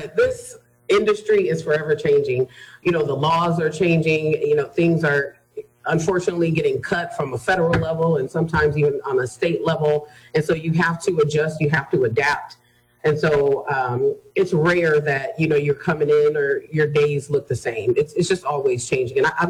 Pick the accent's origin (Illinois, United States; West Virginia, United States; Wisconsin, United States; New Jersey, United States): Illinois, United States; Rockford; born or raised there